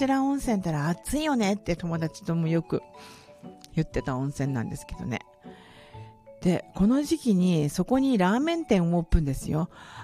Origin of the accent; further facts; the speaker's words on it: Hakodate, Hokkaido, Japan; 私の出身地函館の八千頭温泉、八千頭青柳町からもっと先で立町岬とかがあるところの最後